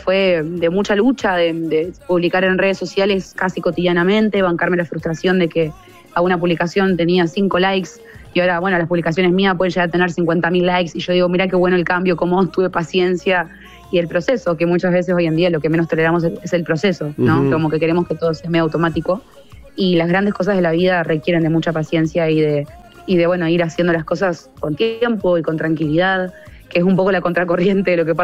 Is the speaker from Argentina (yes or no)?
yes; Santa Fe, Argentina; born there; yo nací en Santa Fe